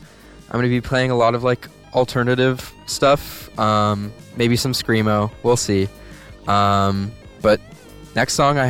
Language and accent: English; Santa Monica, California, United States; I'm from Santa Monica.